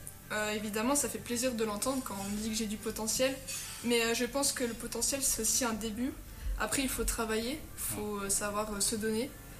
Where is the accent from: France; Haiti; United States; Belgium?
Belgium; Arlon, Wallonia; j'ai 18 ans, je suis originaire d'Arlon